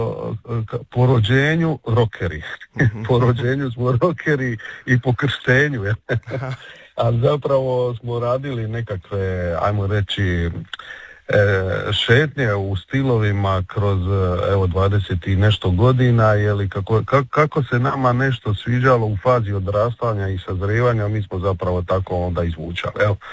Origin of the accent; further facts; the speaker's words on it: Dalmatia, Croatia; now in Zagreb, Croatia; ali svi smo u Zagrebu, evo, znači manje više svi Dalmatinci na privremenom radu u Zagrebu